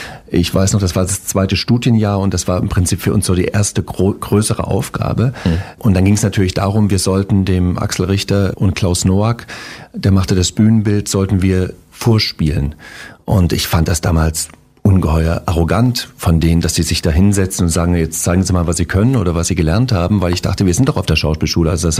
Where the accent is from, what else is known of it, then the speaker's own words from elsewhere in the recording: Zwickau, Saxony, Germany; also born or lived in Dresden; Also in Dresden geboren und in Zwickau groß geworden